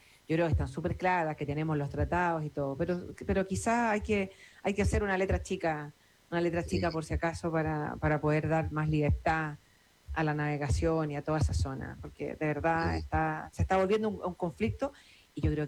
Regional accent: Chile; yo soy chilena.

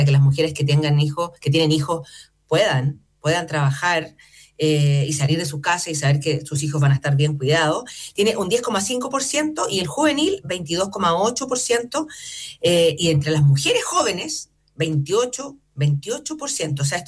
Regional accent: Chile

